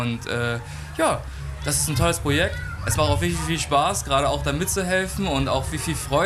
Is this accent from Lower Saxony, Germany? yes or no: yes; Braunschweig, Lower Saxony, Germany; Also ja, ich bin aus Braunschweig.